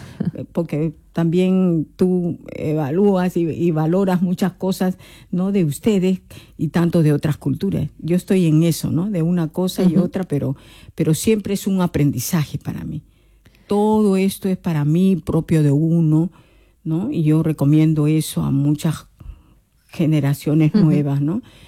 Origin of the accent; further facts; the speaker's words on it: Almería, Andalusia, Spain; yo soy de Almería.